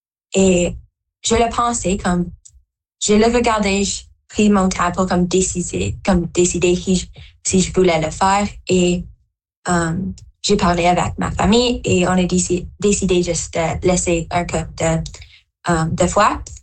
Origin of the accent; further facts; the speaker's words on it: Timmins, Ontario, Canada; Je viens de Timmins. J'ai 13 ans.